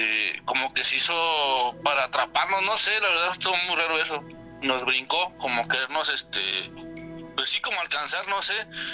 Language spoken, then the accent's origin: Spanish; Saltillo, Coahuila, Mexico; yo vengo yo soy de Saltillo, Coahuila. Yo viví mucho tiempo allá en Coahuila.